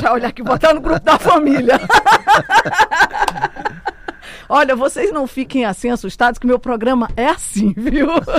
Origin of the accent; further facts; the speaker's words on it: Roraima, Brazil; Eu sou daqui de Roraima.